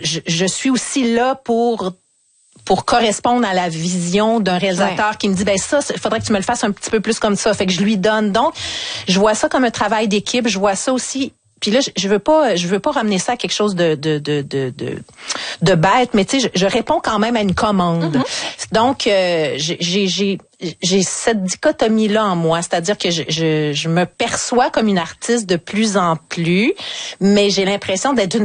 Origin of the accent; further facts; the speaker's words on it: Charlesbourg, Quebec, Canada; Ouais, moi je viens de la ville de Québec, Charlebourg.